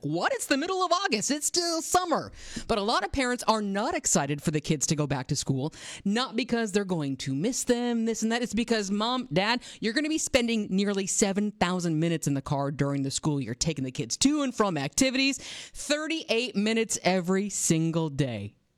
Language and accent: English; Minnesota, United States; moved away; I'm originally from Minnesota.